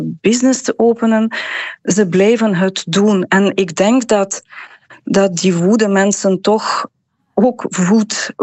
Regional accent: Ukraine; Dutch is a second language; now in Netherlands; en ik ben zelf een Oekraïense, inderdaad, ben al lang hier, maar met mijn vrienden daar

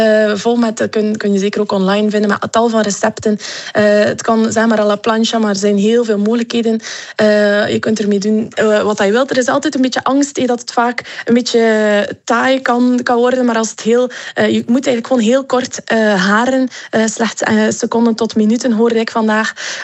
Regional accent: Belgium; de vissoorten die wij als Belgen gewend zijn om op ons bord te krijgen.

